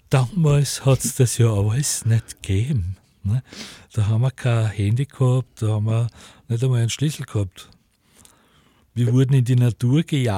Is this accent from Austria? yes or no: yes; Wagna, Styria, Austria; Flavia Solber direkt. Also das ist Wagner bei Leibniz und Flavia Solber ist dort gleich die Ausgrabung